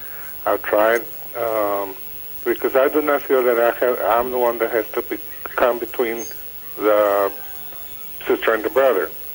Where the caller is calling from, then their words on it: Texas, United States; I'm calling you from Texas.